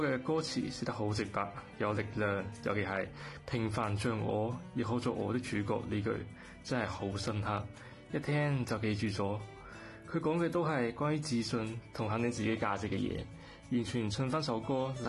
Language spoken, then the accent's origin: Chinese; Macau; 我来自澳门，好高兴可以来到这个节目。